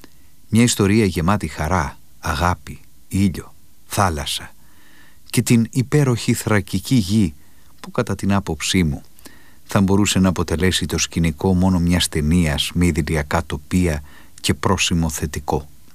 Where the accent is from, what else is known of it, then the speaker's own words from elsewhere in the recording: Xylagani, Eastern Macedonia and Thrace, Greece; Κι αν ως βορειοελλαδίτης αγαπώ το κρύο, το καλοκαίρι στο μυαλό και την ψυχή μου συνδέεται αποκλειστικά και μόνο με τον οικισμό αυτόν, που στέκεται μεταξύ του χωριού μου, της Ξυλαγανής